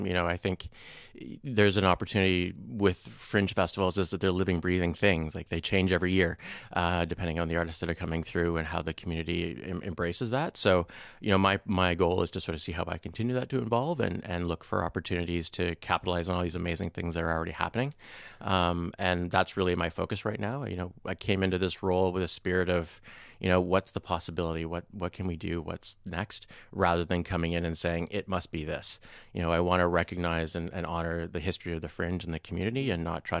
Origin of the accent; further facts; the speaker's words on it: Ottawa, Ontario, Canada; So originally from Ottawa, nation's capital.